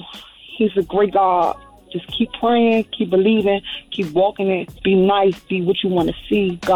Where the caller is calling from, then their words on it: Washington, District of Columbia, United States; I'm calling from Northeast DC.